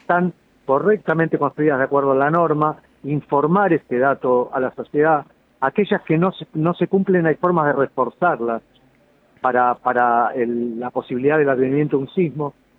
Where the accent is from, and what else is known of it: Argentina